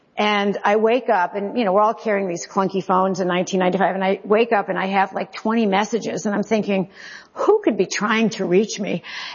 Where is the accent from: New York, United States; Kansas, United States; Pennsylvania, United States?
New York, United States; Brooklyn; born there; I am 92% Italian, but I was born in Brooklyn Jewish Hospital. Don't ask me why, but that's where I was born.